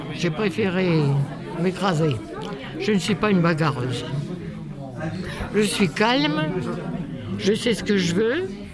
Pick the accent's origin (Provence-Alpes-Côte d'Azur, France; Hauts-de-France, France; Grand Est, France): Hauts-de-France, France; Lévignan; now in Crépy-en-Valois, France; Je suis née à Lévignan. Je suis du cru. J'ai été communiée, baptisée, communiée, renouvelée, certificat d'études, tout à Lévignan.